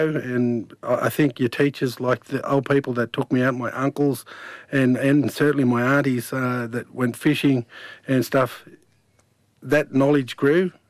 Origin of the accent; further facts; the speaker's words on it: Walgett, New South Wales, Australia; born there; also born or lived in Dubbo; I grew up in Walgett, New South Wales. It's right up in the corner country on near the border of Queensland and New South Wales, sort of halfway across that great expanse of that border in the north.